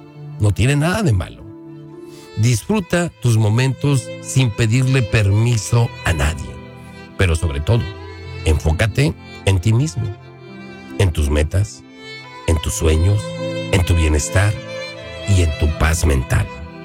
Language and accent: Spanish; Puebla, Mexico; now in United States; Nosotros como mexicanos el día de mañana 16 celebramos nuestra independencia